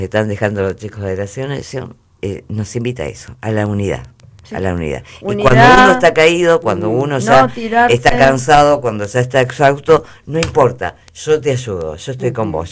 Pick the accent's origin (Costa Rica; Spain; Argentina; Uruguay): Argentina; así somos los argentinos.